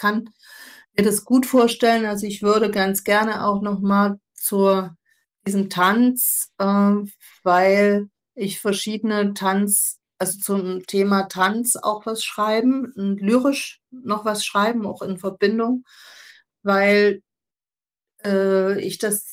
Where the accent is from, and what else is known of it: Dresden, Saxony, Germany